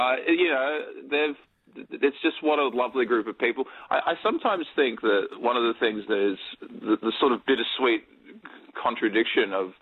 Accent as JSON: {"language": "English", "town": "Sydney", "region": "New South Wales", "country": "Australia", "tie": "born or raised there", "said": "I'm from Sydney originally. And so I grew up with 2CR and FBI as well."}